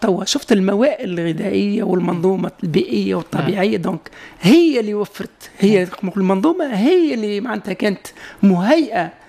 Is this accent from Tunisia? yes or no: yes; Tunisia; اللي عندنا في تونس